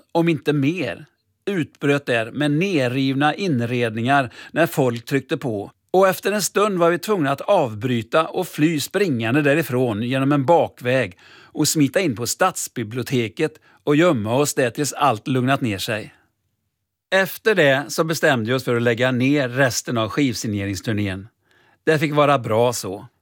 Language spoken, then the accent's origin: Swedish; Mariestad, Västra Götaland County, Sweden; Och vi började i Mariestad, min hemstad.